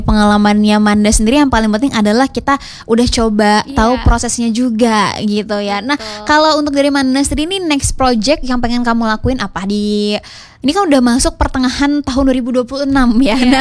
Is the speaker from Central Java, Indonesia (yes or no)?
no; Bandung, West Java, Indonesia; aku dari Bandung, tepatnya di Dago.